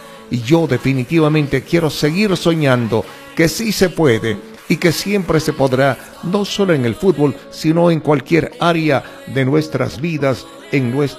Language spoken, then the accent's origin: Spanish; Ecuador